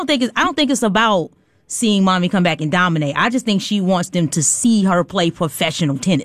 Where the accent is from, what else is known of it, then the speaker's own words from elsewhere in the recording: New Jersey, United States; I'm from Jersey.